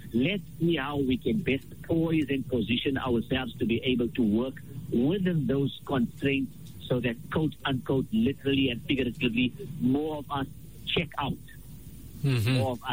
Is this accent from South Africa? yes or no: yes; South Africa; as the pioneers in the direct Hajj Nusuk Hajj program as South African Hajjaj.